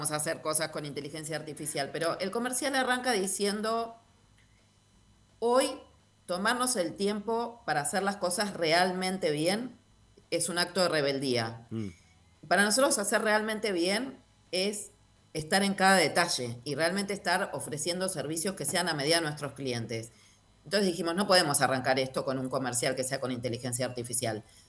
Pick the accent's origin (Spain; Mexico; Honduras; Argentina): Argentina